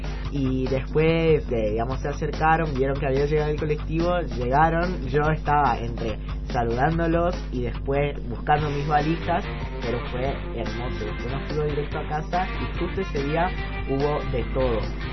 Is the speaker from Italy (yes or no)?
yes; Italy; Spanish is a second language; now in Argentina; me manejo medianamente bien con el español, porque yo vine con una base de Italia. Obviamente allá en Italia nos enseñan el castellano de España, justamente por cuestiones geográficas.